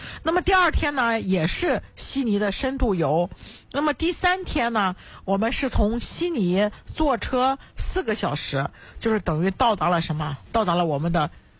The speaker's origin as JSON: {"language": "Chinese", "town": "Qingdao", "region": "Shandong", "country": "China", "tie": "born or raised there", "said": "可能对于我们青岛土生土长的来说也就那么回事儿。"}